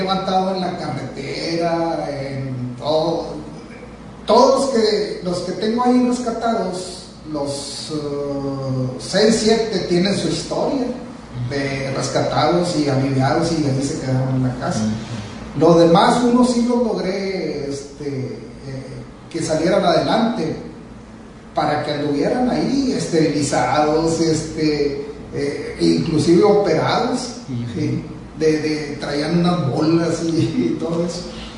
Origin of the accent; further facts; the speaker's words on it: Villa Las Esperanzas, Coahuila, Mexico; De Villa Las Esperanzas, Coahuila.